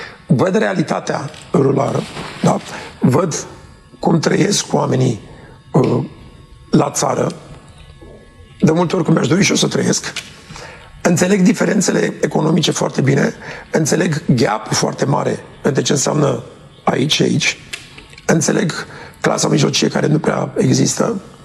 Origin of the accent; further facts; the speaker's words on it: Bucharest, Romania; La noi în București